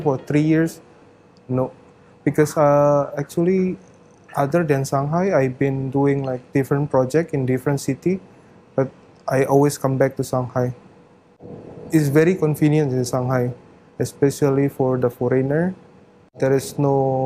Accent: Indonesia; I'm from Indonesia.

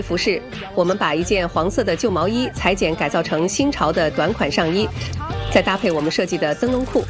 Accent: Afghanistan; now in Seattle, United States; 我来自阿富汗，在2024年来到西雅图。

